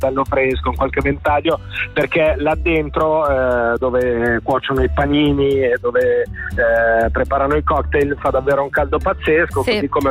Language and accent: Italian; Gambarogno, Ticino, Switzerland; non ero ancora stato nel Gambarogno, che è un po' la mia terra, la California della Svizzera italiana. È un po' il mio posto del cuore.